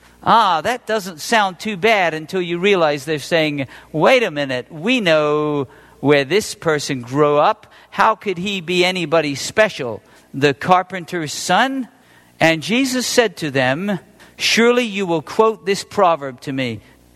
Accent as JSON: {"language": "English", "region": "England", "country": "United Kingdom", "tie": "born or raised there", "said": "Well, I learned something growing up in England where you would lease from the crown."}